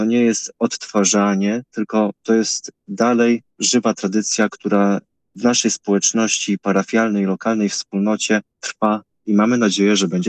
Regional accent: Myszyniec, Masovian Voivodeship, Poland; u nas w Myszyńcu nie.

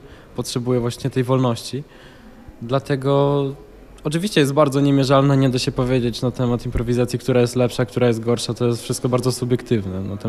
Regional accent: Warsaw, Masovian Voivodeship, Poland; mam 17 lat, jestem z Warszawy.

